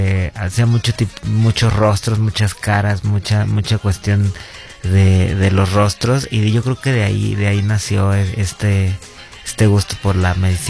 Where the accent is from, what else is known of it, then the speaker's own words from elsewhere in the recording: Morelia, Michoacán, Mexico; born there; somos de Morelia, es un estado complicado